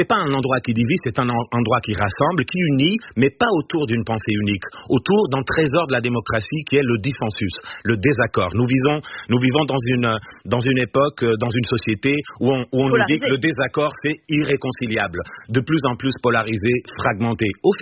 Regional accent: Portugal; ben voilà, moi je suis portugais, donc je propose aussi cette alternative.

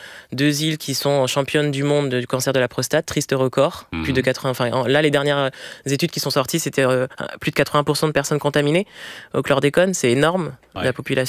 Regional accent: Villiers-le-Bel, Île-de-France, France; Je suis née à Clamart, mais j'ai grandi à Villers-le-Bel.

